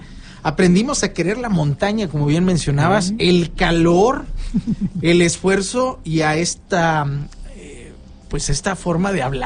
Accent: Monterrey, Nuevo León, Mexico; Yo sí tengo mucho orgullo de ser regio

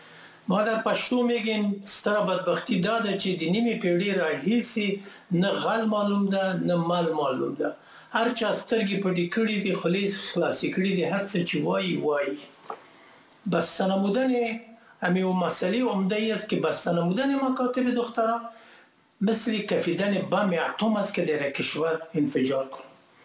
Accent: Afghanistan; now in outside Afghanistan; ما اقوام شریف افغانستان

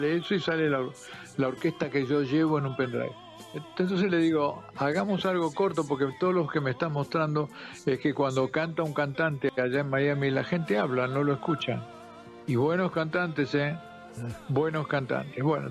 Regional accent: Argentina; yo, como buen argentino desconfiado

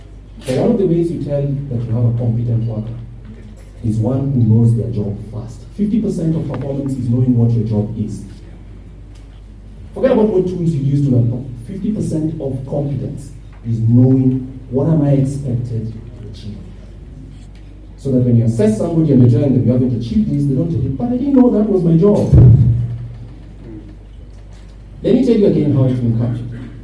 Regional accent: Kenya; we are all nervous as Kenyan citizens

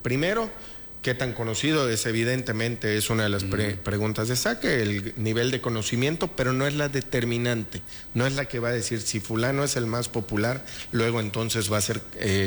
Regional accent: Yucatán, Mexico; ¿Dónde entramos como yucatecos?

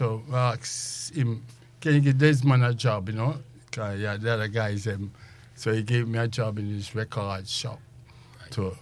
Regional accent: Jamaica; Growing up in Jamaica

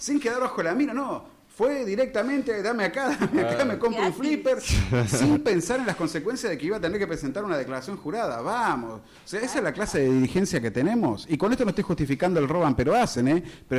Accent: Argentina; Acá se trata de que somos argentinos.

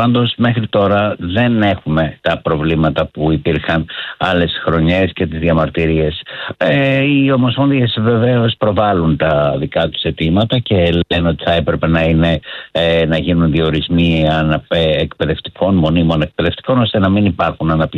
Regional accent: Peloponnese, Greece; also born or lived in Arcadia; επειδή είμαι γιος εκπαιδευτικού και κατάγομαι από την Αργολίδα

